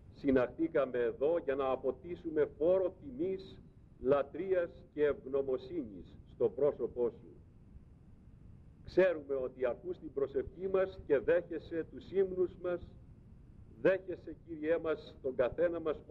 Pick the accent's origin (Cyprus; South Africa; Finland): South Africa; Εγώ είμαι από την Νότια Αφρική